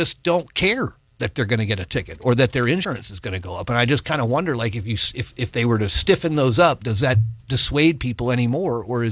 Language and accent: English; Florida, United States; moved away; Where I grew up in Florida